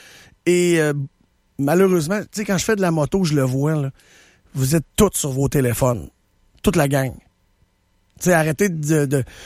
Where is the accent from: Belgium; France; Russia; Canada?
Canada; Ben, on remarque que je suis canadien.